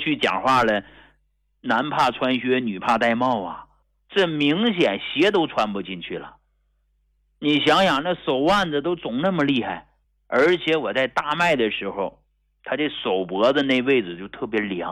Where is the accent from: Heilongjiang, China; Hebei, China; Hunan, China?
Heilongjiang, China; Hegang; born there; 我出生在黑龙江鹤岗工农区一户农家